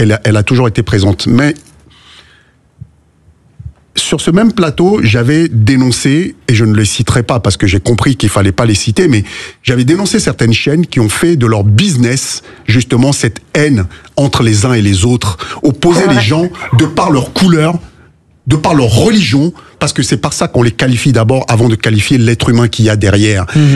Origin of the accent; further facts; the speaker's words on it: Belleville, Île-de-France, France; Moi, j'ai grandi à Belleville, et Belleville, c'est le carrefour du monde.